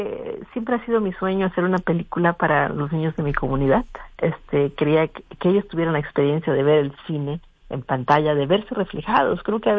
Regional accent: Oaxaca, Mexico; first language Chatino; Spanish is a second language; que también que el chatino fuera una lengua presente, ¿no?, y representarla, porque, pues, bueno, es mi lengua materna

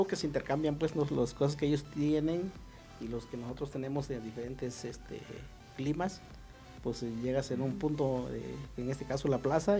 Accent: Santa Lucía, Puntarenas, Costa Rica; Santa Lucía, Monteverde.

